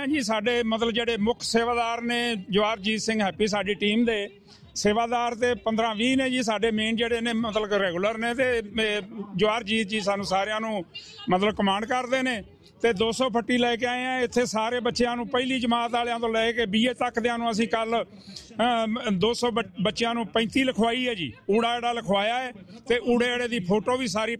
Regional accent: Karnal, Haryana, India; now in Melbourne, Australia; ਕਰਨਾਲ ਤੋਂ ਹਾਂ ਤੇ ਮੇਰੇ ਨਾਲ ਨੇ ਜਵਾਰਜੀਤ ਸਿੰਘ ਹੈਪੀ ਜੀ। ਤੇ 2012 ਦੇ ਵਿੱਚ ਅਸਾਂ ਇੱਥੇ ਮੈਲਬੋਰਨ 'ਚ ਸ਼੍ਰੀ ਸੁਖਮਨੀ ਸਾਹਿਬ ਸੇਵਕ ਸਭਾ ਮੈਲਬੋਰਨ ਬਣਾਈ ਸੀ।

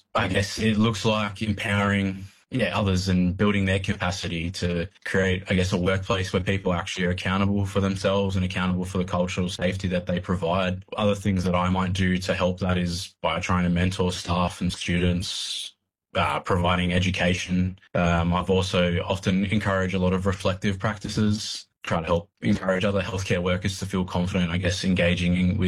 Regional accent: New South Wales, Australia; I'm a proud Wiradjuri man with family connections to the Cowra and Cootamundra regions of New South Wales.

